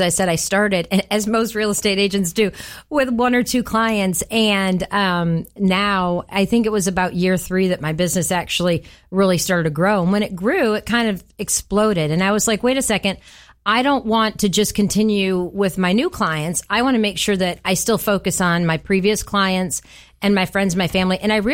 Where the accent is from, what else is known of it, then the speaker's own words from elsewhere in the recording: Florida, United States; I was new to the area, and I came from Florida, which I love Florida, but Florida is kind of a transient state